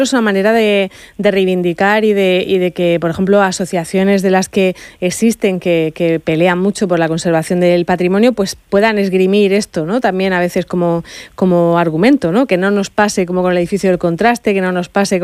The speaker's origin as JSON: {"language": "Spanish", "region": "Region of Murcia", "country": "Spain", "said": "Bueno, pues como murcianos se lo agradecemos"}